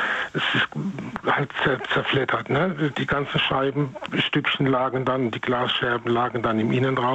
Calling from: North Rhine-Westphalia, Germany; aus dem Rhein-Sieg-Kreis.

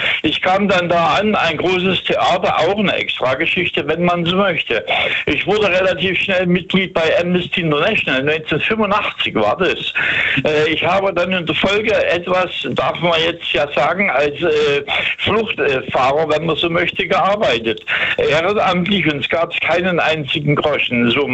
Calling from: Langenheim, Hesse, Germany; Ich bin jetzt hier in Hessen. In Langenheim, das ist eine kleine Stadt bei Frankfurt.

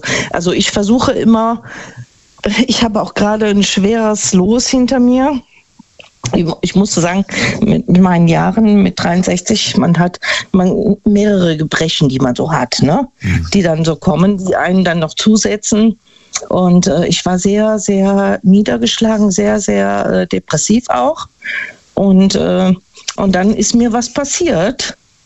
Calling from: Neunkirchen-Seelscheid, North Rhine-Westphalia, Germany; Ja, ich bin aus Neunkirchen-Sülscheid

